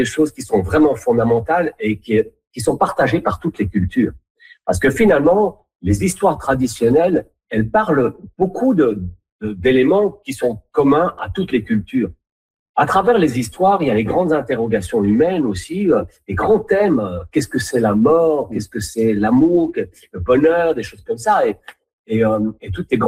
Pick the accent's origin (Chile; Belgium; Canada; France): Belgium; moi j'ai grandi en Belgique.